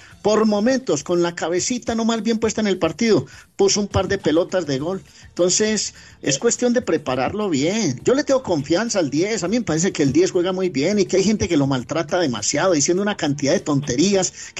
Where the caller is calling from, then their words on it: Colombia; ojalá como colombiano